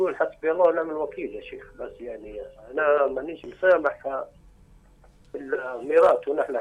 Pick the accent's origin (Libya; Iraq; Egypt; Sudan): Iraq; Baghdad, Baghdad Governorate; انا من بغداد في منطقه في المغرب يعتبروا خوالي عمامي نفس الوقت